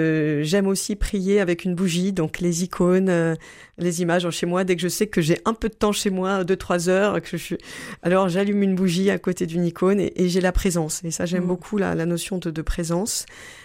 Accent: Marseille, Provence-Alpes-Côte d'Azur, France; Moi, je suis de Marseille

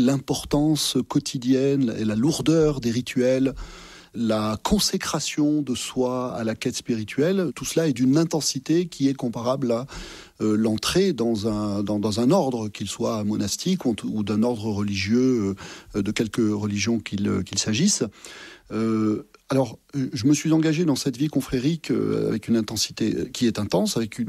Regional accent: Massif Central, France; moi je suis originaire du Massif Central, alors j'aime beaucoup la capitale, hein, mais c'est quand même pas mon milieu naturel.

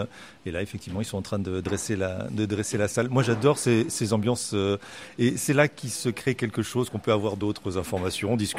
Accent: Rennes, Brittany, France; moi, je suis né ici. Et puis, j'y ai passé toute mon enfance et mon adolescence. J'ai fait toutes mes études à la fac, à Rennes 2, en histoire.

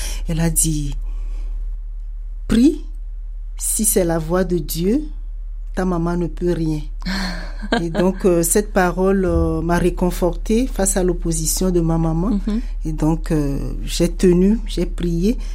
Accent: Togo; moved away; Oui, je suis originaire du Togo. Le Togo, c'est un petit pays de l'Afrique de l'Ouest, d'une superficie de 56 700 km² et d'environ 9 millions d'habitants.

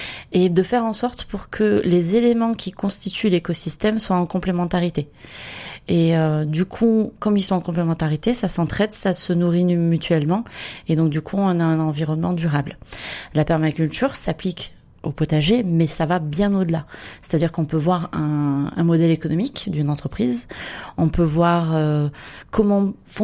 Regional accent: Montpellier, Occitanie, France; Alors moi, j'ai grandi à Montpellier.

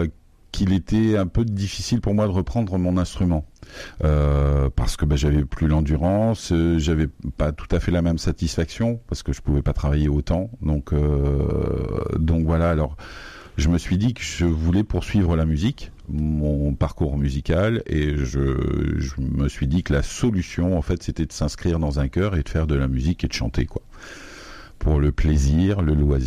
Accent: Royan, Nouvelle-Aquitaine, France; also born or lived in Bourcefranc-le-Chapus; Je suis natif en fait de Royan. Mais j'ai vécu à Bourse-Franc, en Charente-Maritime.

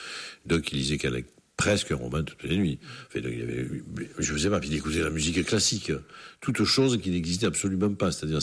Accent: Marseille, Provence-Alpes-Côte d'Azur, France; born or raised there

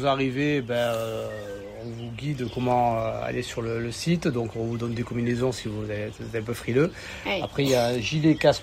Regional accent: Perpignan, Occitanie, France; moved away as an adult; now in Bram, France; Je suis de Perpignan

